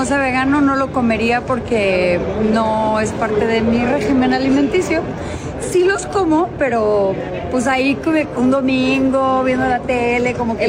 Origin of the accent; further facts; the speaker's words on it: Mexico; apoyo mucho a mi país